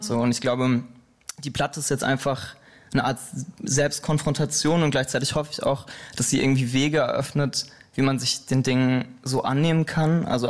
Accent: Soest, North Rhine-Westphalia, Germany; moved away as an adult; also born or lived in Lemgo / Ludwigsburg; now in Berlin, Germany; Ich komme eigentlich aus Soest, habe dann viel Zeit in Lemgo verbracht, habe da studiert und dann in Ludwigsburg zuletzt an der Filmakademie und bin vor dreieinhalb nach Berlin.

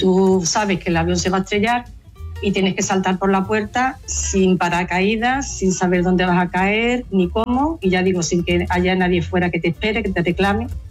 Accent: Seville, Andalusia, Spain; A Sevilla, yo soy de Sevilla.

